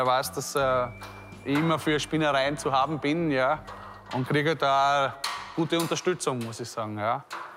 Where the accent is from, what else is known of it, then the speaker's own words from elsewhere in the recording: Burgenland, Austria; Ein Fläschchen oder vielleicht ein zweites Fläschchen muss man als echter Burgenländer schon imstande sein zu trinken.